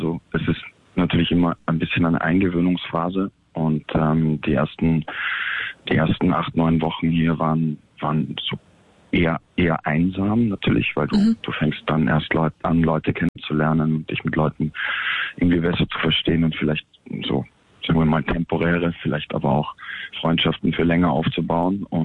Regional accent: Vienna, Austria; auch wieder in seine Heimatstadt zurückzukehren. Mhm. Das ist bei mir Wien.

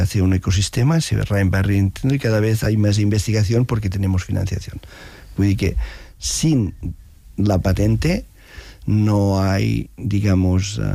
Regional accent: Arenys de Mar, Catalonia, Spain; Y hubo una coincidencia muy bonita, que soy de Arenys de Mar. Estudié ingeniería en Canet de Mar.

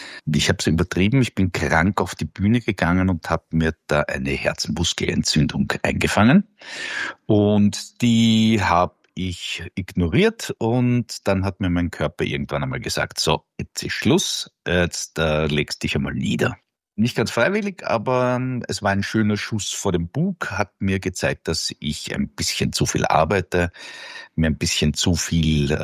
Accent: Vienna, Austria; Also der Tod ist für uns Wiener ja eine lustige Episode

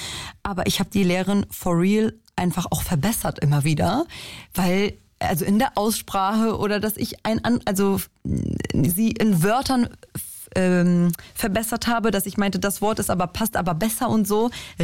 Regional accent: Germany; kann ich meine deutsche Cousine mitbringen

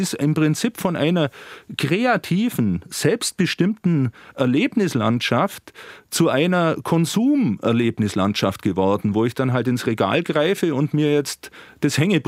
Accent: Günzburg, Bavaria, Germany; born there; Geboren bin ich in Günzburg

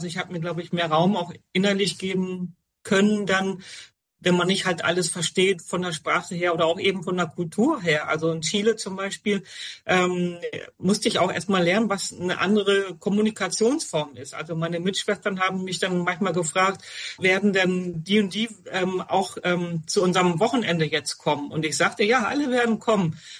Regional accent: Hamburg, Germany; now in Münster, Germany; Also ich komme aus Hamburg, das hast du gerade auch schon gesagt, aus dem Süden Hamburgs, ganz genau, also südlich der Elbe.

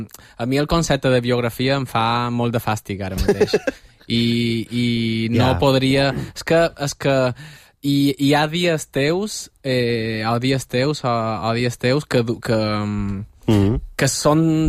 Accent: Balearic Islands, Spain; accent: Majorcan; He d'advertir que ja som mallorquí i el meu català ara s'està filtrant perquè m'entengueu.

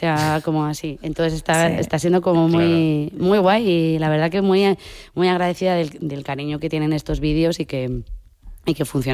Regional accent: Burgos, Castile and León, Spain; Y la piloto Cristina Gutiérrez, que también es de Burgos.

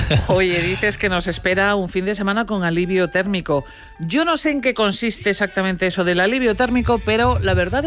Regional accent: Galicia, Spain; yo soy gallega

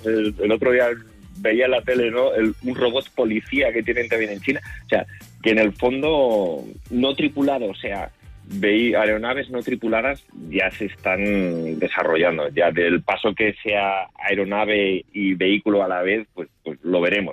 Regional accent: Spain; O sea, como sociedad española, yo creo que somos personas muy abiertas, todos los que somos españoles

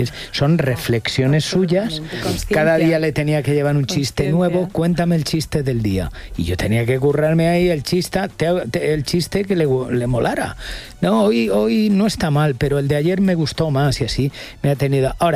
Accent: Castilla-La Mancha, Spain; Claro, es mi tierra.

